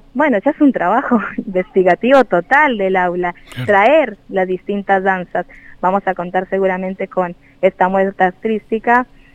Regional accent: Quindío, Colombia; now in Argentina; Soy de la provincia del café, del eje cafetero. Mi provincia se llama Quindío.

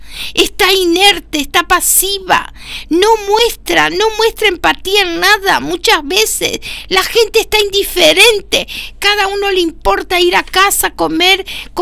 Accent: Argentina; Ay, yo también soy de Marabó.

